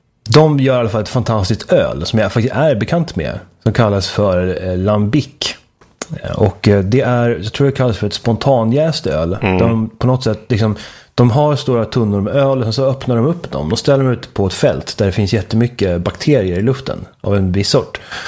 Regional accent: Uppsala, Uppsala County, Sweden; jag är född och uppvuxen i Eriksberg i Uppsala. Men jag skulle också kunna säga att jag kommer från Bonkyrka socken i Ulleråkers härad i Tiundaland i Svitjod.

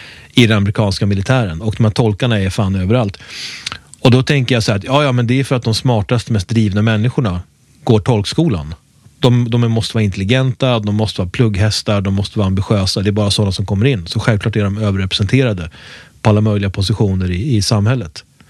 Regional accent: Uppsala, Uppsala County, Sweden; jag är född och uppvuxen i Uppsala

